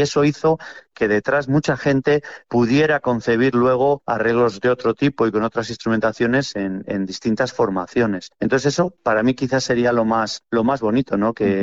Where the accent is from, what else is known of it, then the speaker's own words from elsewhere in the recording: Valladolid, Castile and León, Spain; nosotros somos de Valladolid